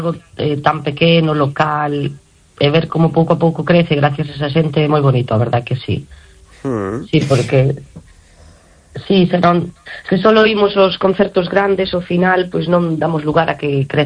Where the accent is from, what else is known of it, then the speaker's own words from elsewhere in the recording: Argentina; veño de Argentina